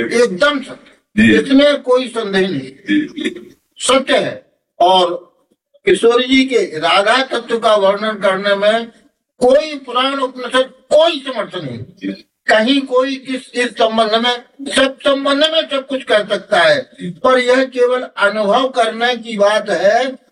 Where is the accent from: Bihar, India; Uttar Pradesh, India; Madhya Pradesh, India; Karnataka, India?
Madhya Pradesh, India; Orchha; ओरछा मंडल का रहने वाला हूँ और हमारे पूर्वज ओरछा में लाए गए थे